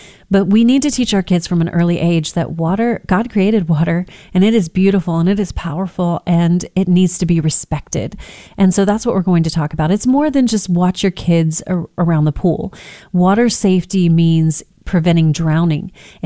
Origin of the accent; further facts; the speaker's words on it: Texas, United States; I grew up on the Texas Gulf Coast. I love all things water sport, the beach, everything.